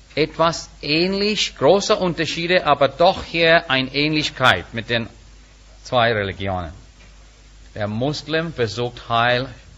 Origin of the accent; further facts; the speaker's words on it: India; Liebe Freunde, als Inder Ich brauchte die Bibel nicht.